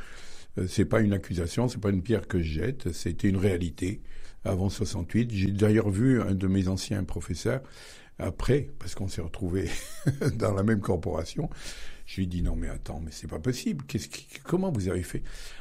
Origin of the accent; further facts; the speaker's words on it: Baternay, Auvergne-Rhône-Alpes, France; born there; Alors, je suis né à Baternay, je suis un petit village du nord de Rome.